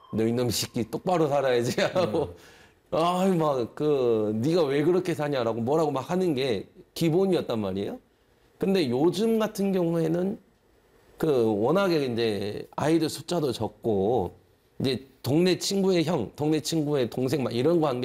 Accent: South Jeolla, South Korea; 그 제가 전라남도 사람이잖아요. 그럼 그 권역에서 아직까지 사는 경우가 더 많아요.

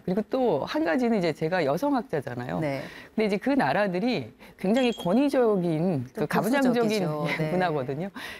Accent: South Korea; 제가 이제 한국인 학자긴 하지만

